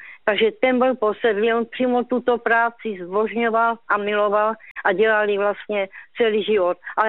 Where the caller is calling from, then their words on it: Ostrava, Moravian-Silesian Region, Czechia; Tady jsem měl … z Ostravy Poruby.